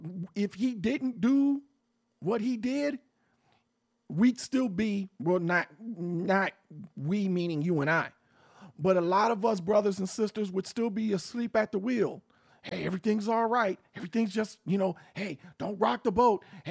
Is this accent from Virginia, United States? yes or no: no; Cleveland, Ohio, United States; The 137 shots with Tim Russell and Melissa Williams in Cleveland from my hometown.